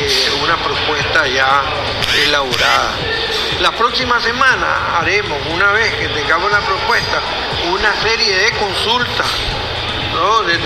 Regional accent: Nicaragua; Somos los nicaragüenses los que vamos a elegir las elecciones

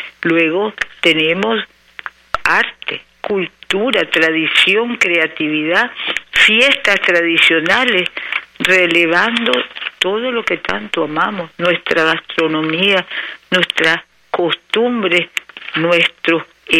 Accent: Nicaragua; somos Nicaragua y nicaragüenses de verdad

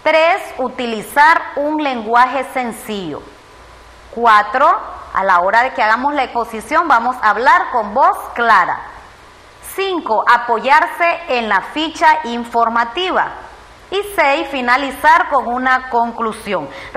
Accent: Nicaragua; Nuestra ave nacional nos representa como nicaragüenses.

